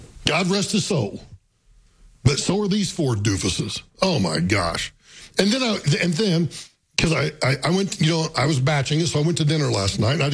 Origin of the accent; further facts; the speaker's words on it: Texas County, Oklahoma, United States; moved away; down in my hometown, down in it's Texas County, Oklahoma, which is the county that I grew up in Oklahoma.